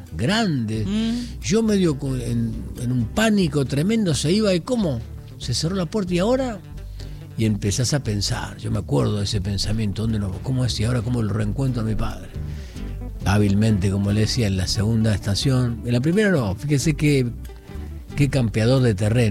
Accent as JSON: {"language": "Spanish", "region": "Buenos Aires", "country": "Argentina", "tie": "born there", "also_born_or_lived": "Córdoba, Argentina", "said": "Y ahí transcurrí mi vida cordobesa hasta los 7 años que me traen aquí a Buenos Aires, ya a vivir en un amague que primero vino mi padre, después ya las 15 días ya estábamos viviendo acá en Buenos Aires"}